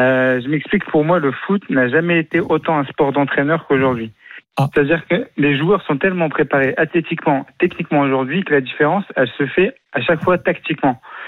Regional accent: Lyon, Auvergne-Rhône-Alpes, France; À l'époque, c'était le Grand Lyon. Donc j'en parle parce que je suis lyonnais.

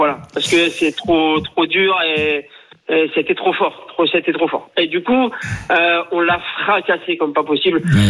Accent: Hauts-de-France, France; pardon, je suis du Nord, mais rien de tout ça.

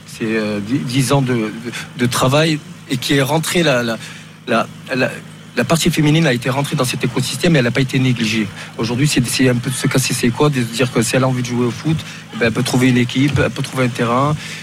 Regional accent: France; moi ma soeur quand j'ai grandi en France

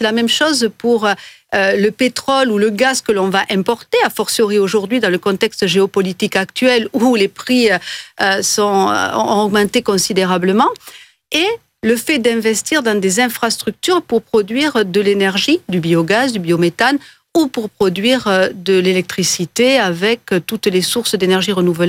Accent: France; Moi, je viens des Pyrénées, où on est le berceau en France des énergies renouvelables du solaire.

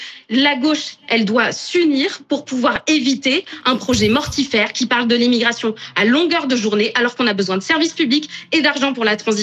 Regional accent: Nouvelle-Aquitaine, France; Enfin, moi, j'habite en Gironde, j'ai grandi en Gironde. C'est mon département qui a cramé.

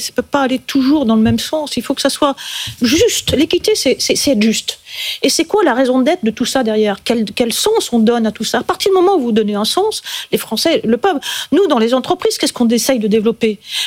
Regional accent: Île-de-France, France; moi, je viens des Yvelines, l'infrastructure n'est pas terrible.

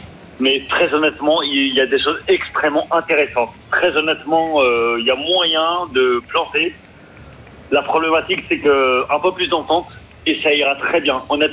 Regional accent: Marseille, Provence-Alpes-Côte d'Azur, France; même si je suis marseillais, fier d'être supporter de l'OM

